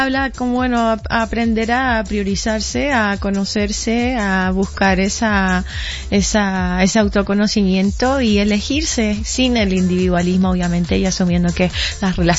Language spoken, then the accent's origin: Spanish; Chile; No, soy muy orgullosamente chilena, pero te juro que, o sea, como que me encanta cómo hablan y a veces como mi español es neutro.